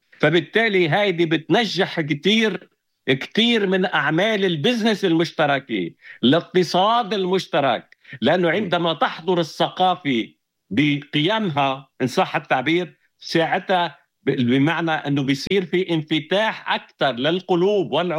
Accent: Lebanon; moved away as an adult; now in Russia; أنا مثلا على سبيل الافتراض بلبنان، عندما كنت لبنان قبل أن أترك لبنان وأنتقل نهائيا لروسيا، أنا مواطن روسي لبناني، أسست البيت اللبناني الروسي

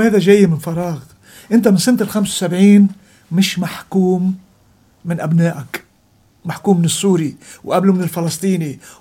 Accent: Lebanon; يعني أنا كلبناني من جذور سنية،

